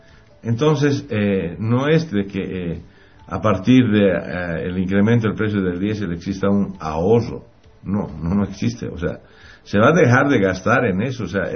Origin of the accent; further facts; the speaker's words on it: Bolivia; Entonces es el Estado, somos todos los bolivianos los que estamos haciendo este esfuerzo